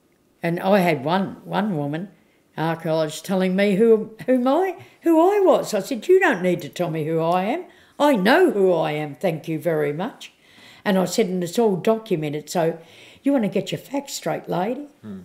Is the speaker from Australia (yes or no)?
yes; Tasmania, Australia; See, where I come from, where I was born and brought up in Tassie, we have Maningenna Day